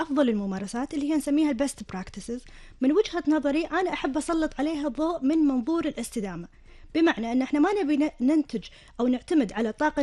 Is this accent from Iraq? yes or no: no; Kuwait; عندنا في الكويت